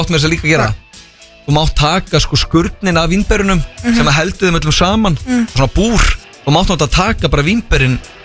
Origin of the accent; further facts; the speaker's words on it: Vestmannaeyjar, Southern Region, Iceland; Ég er frá Vestmanni